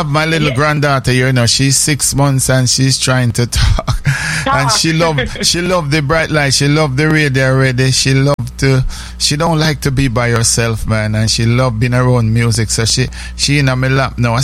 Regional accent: Jamaica; you see, we grew up in Jamaica where whenever somebody we call him mad, we not call him retarded or a idiot.

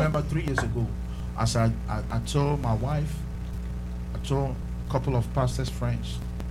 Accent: Ghana; I'm from Africa, Ghana.

